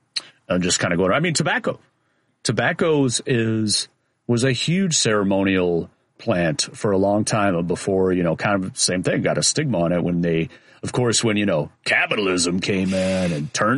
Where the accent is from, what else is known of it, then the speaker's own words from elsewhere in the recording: Chicago, Illinois, United States; accent: Chicago; My Chicago accent slipping out there.